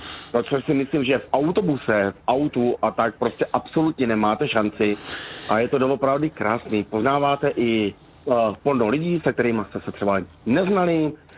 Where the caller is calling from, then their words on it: Hradec Králové Region, Czechia; já jsem vlastně kousek od Trutnova